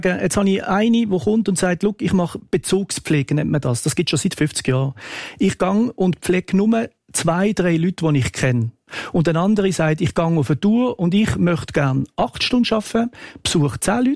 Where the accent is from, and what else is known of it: Switzerland